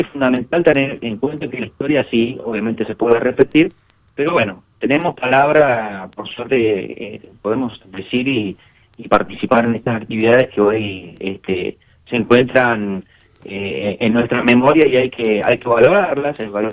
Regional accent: Santa Cruz, Argentina; las personas que hoy somos de acá, de Santa Cruz

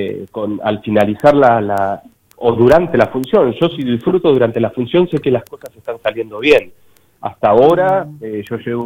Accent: Patagonia, Argentina; nosotros que somos patagónicos

